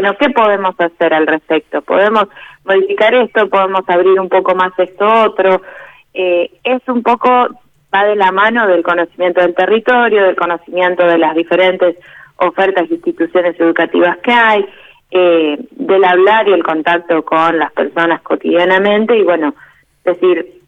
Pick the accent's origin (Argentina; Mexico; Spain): Argentina; Bahía Blanca, Buenos Aires Province; Nacida y criada en Bahía.